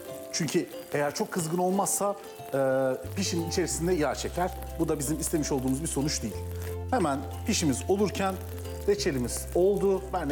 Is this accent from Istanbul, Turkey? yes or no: no; Adana, Turkey; Adanalıyım ben. Adana'da dedemin bahçeleri var. O yüzden çok keyifliydi, çok güzeldi.